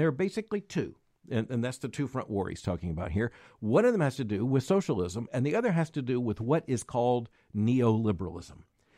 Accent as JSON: {"language": "English", "region": "Florida", "country": "United States", "tie": "born or raised there", "said": "And I can just tell you, growing up in Florida, it was really, really clear what the alternatives were."}